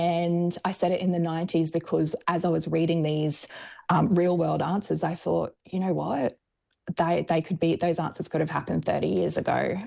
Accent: Brisbane, Queensland, Australia; now in Sunshine Coast, Australia; I grew up in Brisbane, but I live on the sunny coast now.

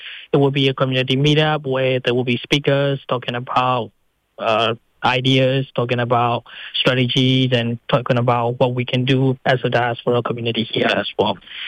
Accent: Myanmar; now in Australia; I'm a diaspora from Myanmar, currently residing in Australia, in Queensland.

